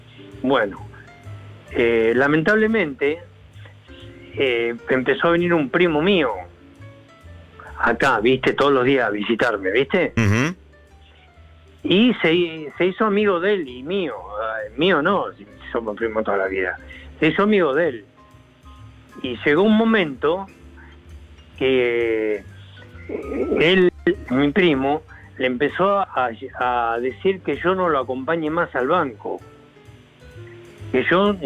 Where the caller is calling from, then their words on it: Florencio Varela, Buenos Aires Province, Argentina; yo vivo en Florencio Varela.